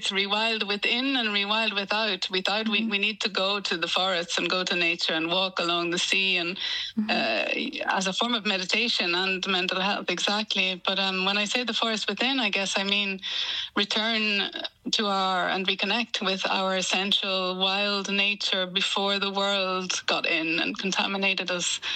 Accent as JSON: {"language": "English", "region": "Northern Ireland", "country": "United Kingdom", "said": "I am from County Tyrone. It's in the northwest."}